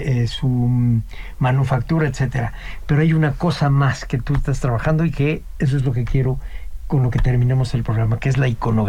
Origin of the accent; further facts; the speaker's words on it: Michoacán, Mexico; Y los que somos del área de Michoacán, tenemos otro.